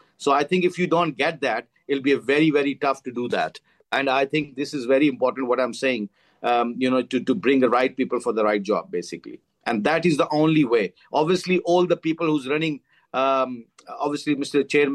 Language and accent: English; Pakistan; English is a second language; So I'm hurt as an ex-cricketer, as a Pakistani.